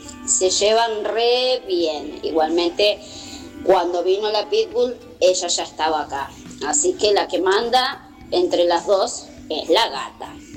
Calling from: San Justo, Buenos Aires Province, Argentina; soy de San Justo

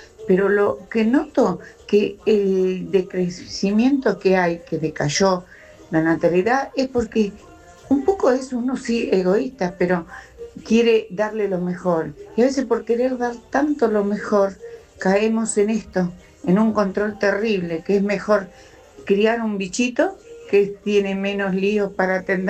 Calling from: Boulogne, Buenos Aires Province, Argentina; de Boulogne.

